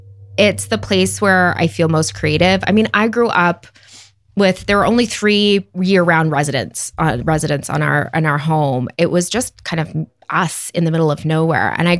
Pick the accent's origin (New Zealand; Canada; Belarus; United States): Canada; Barry's Bay, Ontario; Well, I grew up in Barry's Bay. I grew up on the lake. So this is in cottage country, but not Muskoka. It's in Eastern Ontario in the Ottawa Valley.